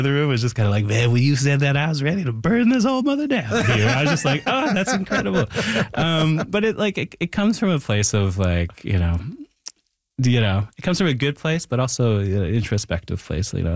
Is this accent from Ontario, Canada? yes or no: yes; Thunder Bay, Ontario, Canada; And I bring that back even to growing up in Thunder Bay where like, you know, there is like, you know, a lot of tensions between the Indigenous and non-Indigenous communities up there.